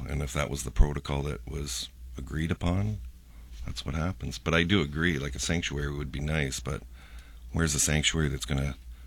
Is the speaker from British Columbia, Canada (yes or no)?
no; St. Catharines, Ontario, Canada; I'm from South St. Catharines.